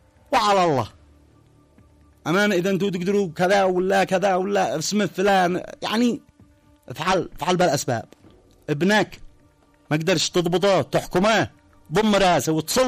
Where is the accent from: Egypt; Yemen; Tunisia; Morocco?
Yemen